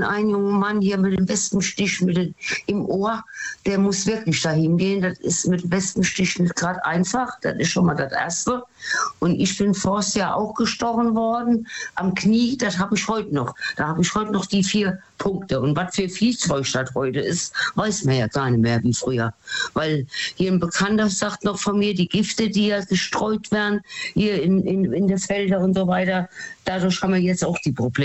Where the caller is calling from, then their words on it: Rhineland-Palatinate, Germany; Aus dem Westerwald.